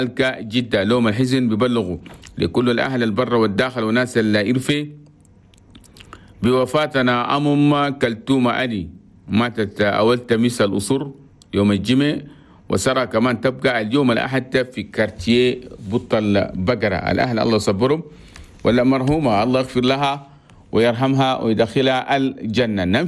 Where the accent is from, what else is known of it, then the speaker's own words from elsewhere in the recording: Chad; أنا بلدنا تشاد بلدتو ما نقول لكم صباح الخير من الإذاعة الوطنية التشادي